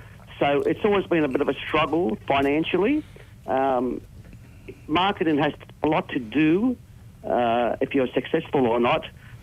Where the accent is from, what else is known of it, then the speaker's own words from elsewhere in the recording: Sydney, New South Wales, Australia; I grew up out Bosley Parkway, and in those years there was a big influx of European people. You know, my parents were Italian